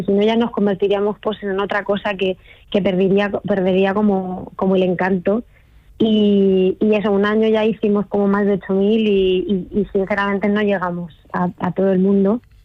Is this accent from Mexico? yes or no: no; Letur, Castilla-La Mancha, Spain